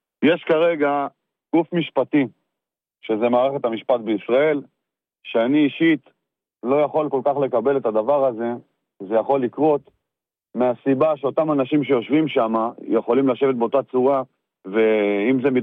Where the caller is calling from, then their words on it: Tel Aviv, Tel Aviv District, Israel; מתל אביב, בן 33.